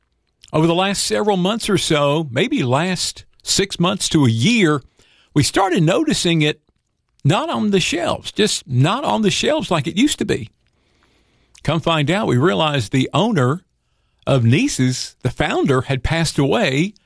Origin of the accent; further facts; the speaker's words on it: Greensboro, North Carolina, United States; moved away as an adult; Our family grew up in Central North Carolina, around the Greensboro area. That's where I met my wife. We lived there for several years before relocating to this area about 27 years ago.